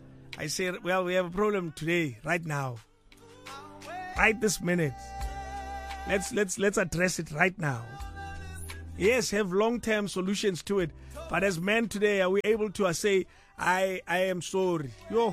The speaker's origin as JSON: {"language": "English", "country": "South Africa", "said": "Are we as South African men willing and able to recognize the pain that we cause?"}